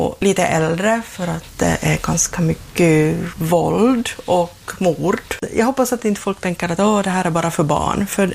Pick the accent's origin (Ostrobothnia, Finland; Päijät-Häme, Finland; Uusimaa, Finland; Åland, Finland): Ostrobothnia, Finland; Kaskinen; Jag är från Kaskö